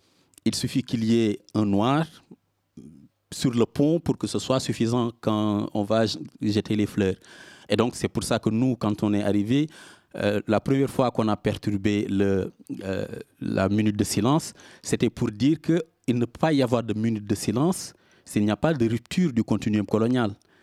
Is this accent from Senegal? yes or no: yes; Senegal; moved away; quand on vient, par exemple, moi, du Sénégal